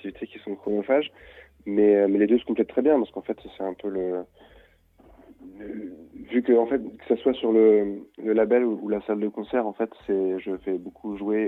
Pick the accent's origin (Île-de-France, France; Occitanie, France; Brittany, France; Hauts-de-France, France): Hauts-de-France, France; j'ai grandi en Picardie, dans un tout petit village, éloigné de tout. Enfin, il n'y avait pas de disquaire, pas de salle de concert, à part la fête de la musique.